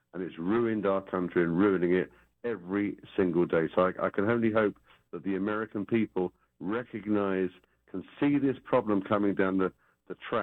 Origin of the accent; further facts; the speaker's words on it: United Kingdom; And I think it's important for me as a Brit to give you guys some heed and some warning.